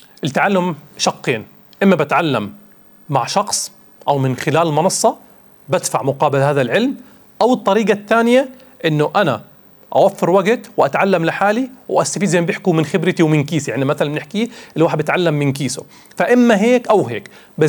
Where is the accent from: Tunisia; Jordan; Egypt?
Jordan; عندنا في الأردن